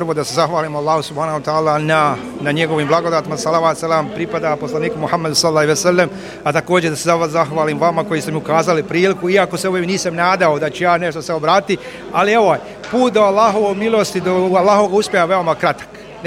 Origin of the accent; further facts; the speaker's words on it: Bosnia & Herzegovina; mjesto gdje ćemo mi kao Bosanci i Hercegovci dokazati svoju pripadnost državi